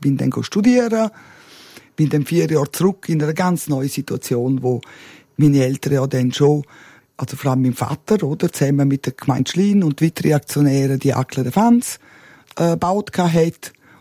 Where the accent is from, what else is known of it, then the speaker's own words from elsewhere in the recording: Martina, Graubünden, Switzerland; Martina war ein Grenzort. Wir sind ja im Hotel aufgewachsen, nebenzu ein Kiosk und eine Tankstelle, ein Familienbetrieb, ein klassischer Familienbetrieb.